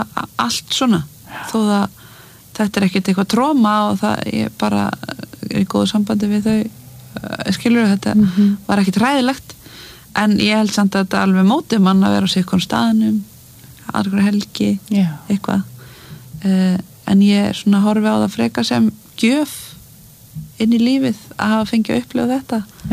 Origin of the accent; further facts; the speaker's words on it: Mosfellsbær, Capital Region, Iceland; Já, ég elst upp í Mosfellsbæ með mömmu og, þarna, og eldri bróður mínum